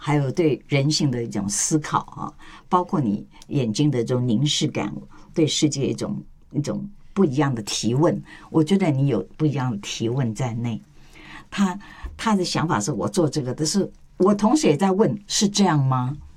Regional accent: Taiwan; 是，就不能像我们台湾人说啊，边行边看啦。

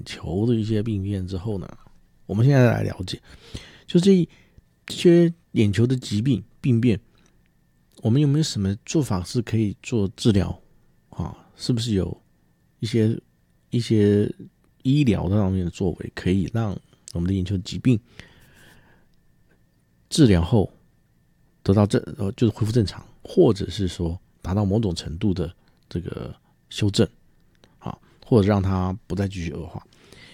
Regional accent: Taiwan; 我们台湾人

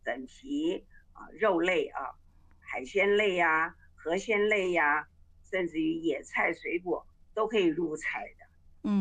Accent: Taiwan; 你再把它变成就像我们台湾人吃的这个那个什么，仙草，对吧？

